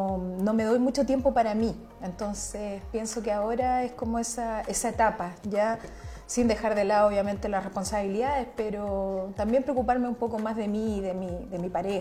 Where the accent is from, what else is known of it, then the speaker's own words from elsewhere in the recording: Chile; como país, como chilenos